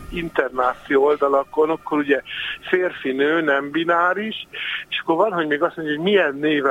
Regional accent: Hungary; Igen, én ezt mindig mondom, hogy iszonyú szerencsések vagyunk magyarként, hogy ez föl sem merül.

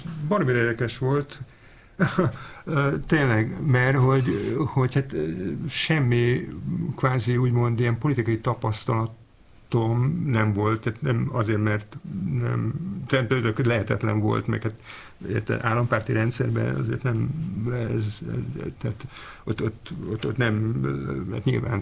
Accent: Hungary; moved away; ami azért volt érdekes, hogy én Magyarországról jöttem, ahol ez ismeretlen volt

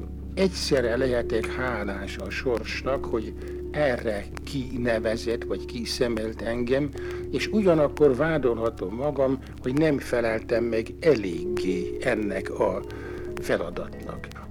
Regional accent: Great Plain, Hungary; born there; moved away; Így jöttem én vissza, még fiatal fővel, kiskorúan, 23 és fél éves koromban Magyarországra, mivel én pusztai származék vagyok, szóval rögtön a puszt

